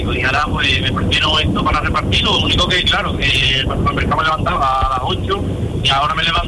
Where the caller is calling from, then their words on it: Ayamonte, Andalusia, Spain; Yo vivo en Ayamonte.